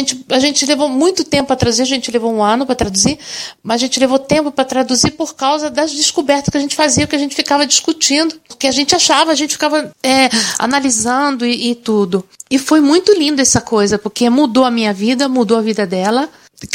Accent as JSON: {"language": "Portuguese", "country": "Brazil", "lives_now": "Italy", "said": "Para nós que somos brasileiros, dia 26 de dezembro é um dia como outro qualquer. O dia 26 de dezembro é um dia depois do Natal. Mas aqui na Itália é feriado."}